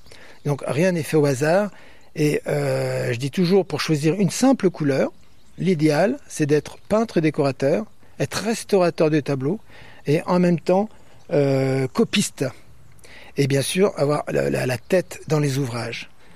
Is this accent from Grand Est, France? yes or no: no; Paris, Île-de-France, France; born there; moi, je suis né à Paris, parce que mon père travaille à Paris aux arts décoratifs, etc.